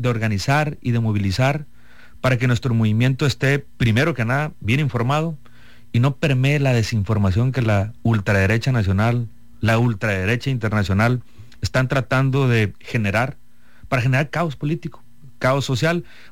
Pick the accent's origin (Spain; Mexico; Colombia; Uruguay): Mexico; La Reforma, Sinaloa; tengo 38 años, Víctor, soy originario del municipio, allí viví hasta mis 17 años, el municipio Angostura, expresamente del campo pesquero La Reforma, ahí crecí hasta los 17 años, terminé la prepa y me mudé a Culiacán a estudiar